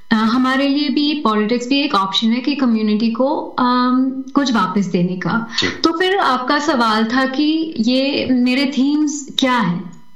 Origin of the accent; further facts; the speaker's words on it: Netherlands; मैं यहाँ पर नेदरलैंड्स में, जैसे आपने बताए हो, पैदा हुई हूँ। मेरे माता पिता भारत से हैं और यहाँ पर पली बड़ी हुई हूँ, और घर पे तो हम दो भाषा बोलते थे, एक्चुअली तीन भाषा बोलते थे, हिंदी, डच और इंग्लिश।